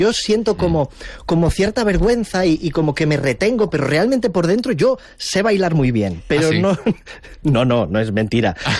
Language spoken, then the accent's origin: Spanish; Priaranza del Bierzo, Castile and León, Spain; en mi pueblo, que es Priaranza del Bierzo, es un pequeño pueblo de 200 habitantes en el Bierzo, en la provincia de León